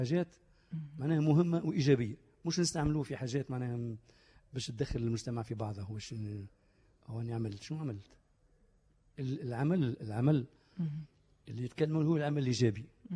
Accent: Gafsa Governorate, Tunisia; بلادنا قفصة الغالية

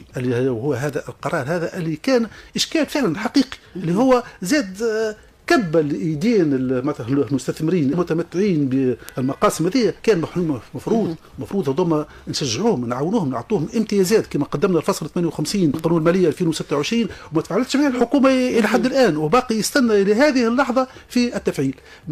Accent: Tunisia; عندنا في تونس حوالي 4 مليون هكتار أراضي زراعية

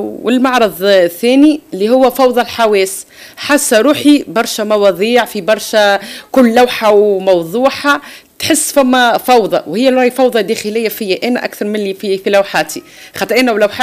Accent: Tunisia; احنا عنا ميديا مهتمة بالفن التشكيلي في تونس

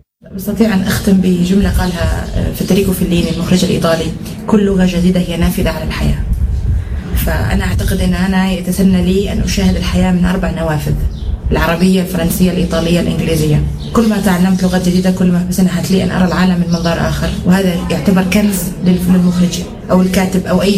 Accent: Kuwait; حسن الحظ إني أنا من الكويت لأن هذا الشيء أعطاني قومية حب لفلسطين

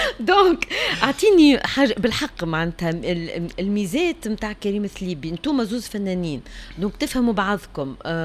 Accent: Tunisia; عندنا في تونس

